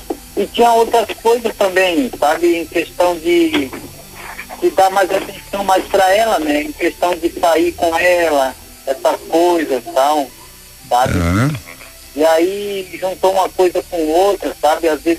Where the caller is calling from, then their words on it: Joinville, Santa Catarina, Brazil; Eu sou de Joinville, Santa Catarina